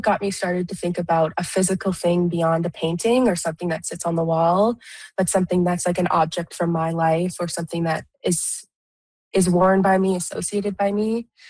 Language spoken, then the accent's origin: English; Regina, Saskatchewan, Canada; I'm from Regina